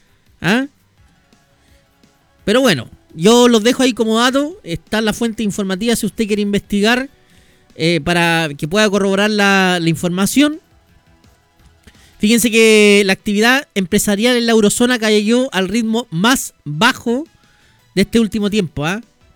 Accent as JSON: {"language": "Spanish", "country": "Chile"}